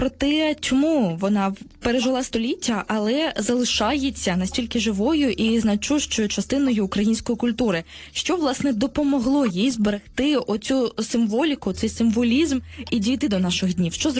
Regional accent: Kharkiv, Kharkiv Oblast, Ukraine; born there; так, я народилася на Східній Україні, в Харкові, і пам'ятаючи, як це все було у нас

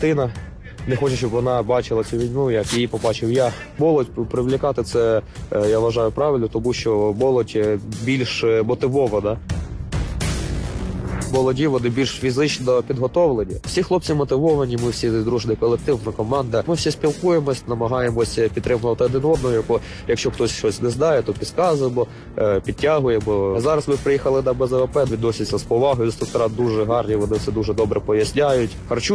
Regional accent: Dnipro, Dnipropetrovsk Oblast, Ukraine; бо він вже підходить до Дніпропетровської області, а я з Дніпра сам.

